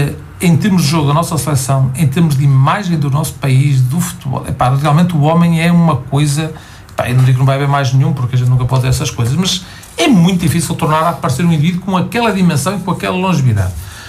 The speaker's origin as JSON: {"language": "Portuguese", "country": "Portugal"}